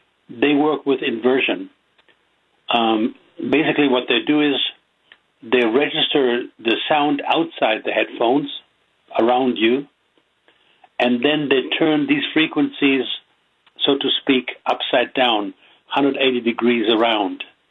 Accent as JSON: {"language": "English", "country": "Germany", "accent": "strong German", "second_language": "English", "moved": "as an adult", "lives_now": "United States", "said": "with my strong German accent. I came to the United States as an adult, so I didn't live here all my life. I moved to the United States 25 years ago"}